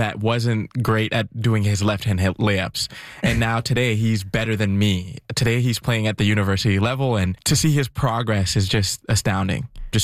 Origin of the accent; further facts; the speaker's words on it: Ottawa, Ontario, Canada; growing up in Richie as well too